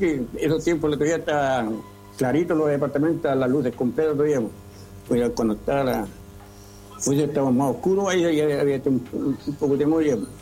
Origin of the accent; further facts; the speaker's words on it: Coronel, Biobío, Chile; Yo 76 años ya. Nací y criado aquí en Schwager.